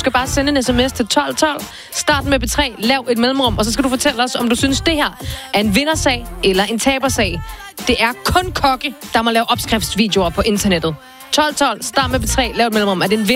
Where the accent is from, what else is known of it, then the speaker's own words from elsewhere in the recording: Copenhagen, Capital Region of Denmark, Denmark; Hvor er det egentlig sygt, at jeg er den eneste københavner på det her program, og jeg er den, der er bedst til dialekter.